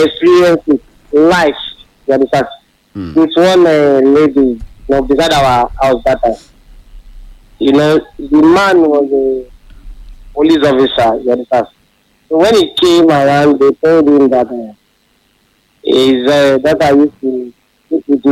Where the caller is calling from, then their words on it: Abeokuta, Ogun, Nigeria; I'm calling from Abeokuta, the of the state capital.